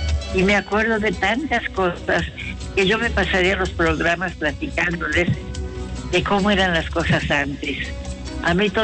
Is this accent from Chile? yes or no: no; Puebla, Mexico; soy poblana chicharronera por 3 generaciones y me siento muy orgullosa de ser poblana.